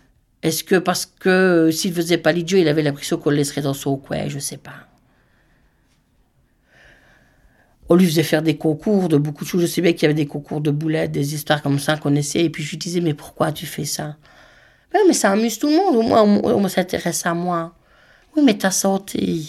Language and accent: French; Incourt, Wallonia, Belgium; born there; ben, j'ai 51 ans et j'habite à Incourt. Ici, c'est rue Beaumont, mais avec mes parents, j'habitais à Hautefremont, qui est le lieu-dit d'un crâle.